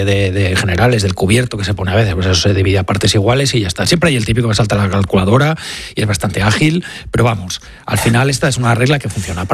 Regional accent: Catalonia, Spain; yo soy catalán.

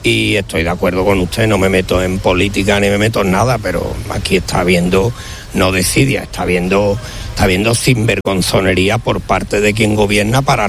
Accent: Gerena, Andalusia, Spain; moved away; hace 15 días estuve en Sevilla, estuve en mi pueblo, en Gerena

